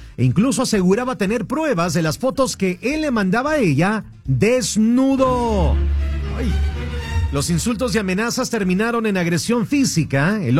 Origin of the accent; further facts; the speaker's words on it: Mexico; como buenos mexicanos que somos